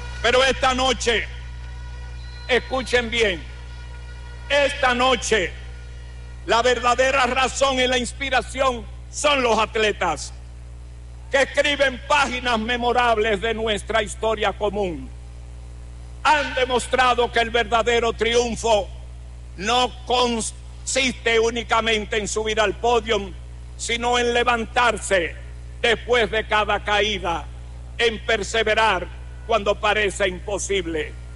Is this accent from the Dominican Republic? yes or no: yes; Dominican Republic; me pongo la ropa de dominicano y quiero dirigirme al pueblo, a mi pueblo.